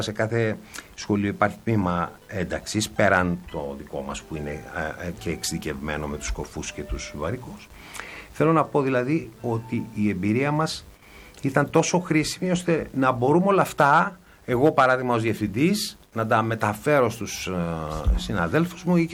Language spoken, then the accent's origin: Greek; Greece; ως Έλληνες